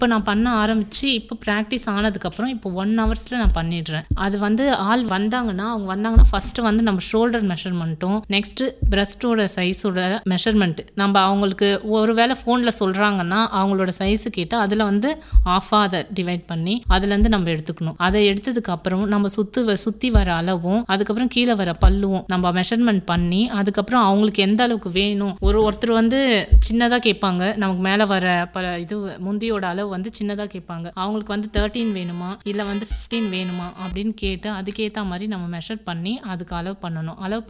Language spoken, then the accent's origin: Tamil; Arakkonam, Tamil Nadu, India; moved away as an adult; also born or lived in Chennai; now in Andaman and Nicobar Islands, India; நான் கல்யாணம் ஆகிட்டு வரும்போது நான் சென்னை தான், ஃபுல்லாக சென்னை, அரக்கோணம் பொண்ணு